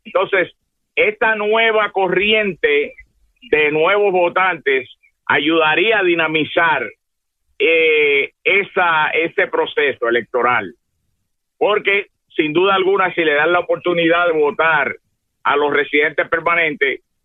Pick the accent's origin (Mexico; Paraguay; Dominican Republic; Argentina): Dominican Republic; now in Puerto Rico; nosotros vivimos en Puerto Rico. Nosotros, en nuestra Puerto Rico, aunque somos originarios de la República Dominicana